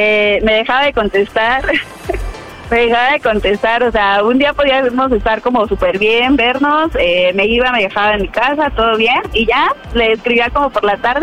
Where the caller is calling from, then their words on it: Mexico City, Mexico; 31, en la Ciudad de México.